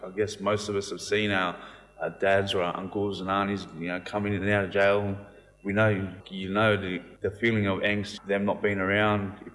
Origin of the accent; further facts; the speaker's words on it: Miller, New South Wales, Australia; I'm from Miller, 2168, Dungutty man.